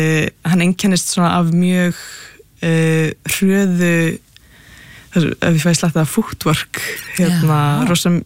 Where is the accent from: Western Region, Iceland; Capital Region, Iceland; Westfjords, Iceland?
Capital Region, Iceland; Nei, ég er ættu að vestan ég úlst upp bara hérna bara á höfburgarsvæðinu sko.